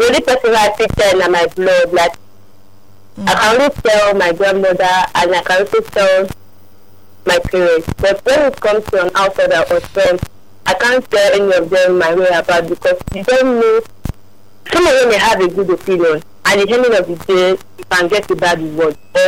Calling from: Abuja, Federal Capital Territory, Nigeria; I'm calling from Abuja.

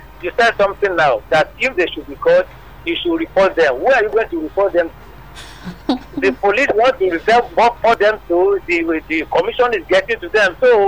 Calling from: Ayetoro, Nigeria; from Ayetoro.

